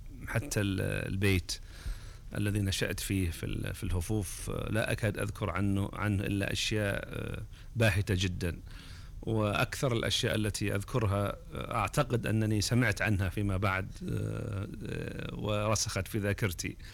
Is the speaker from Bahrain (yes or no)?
yes; Bahrain; born there; also born or lived in Hofuf, Al-Ahsa, Saudi Arabia; الأولى كانت في الأحساء، وأما بعد ذلك مراحل الطفولة اللاحقة والمراهقة والدراسة الثانوية فقد كانت في البحرين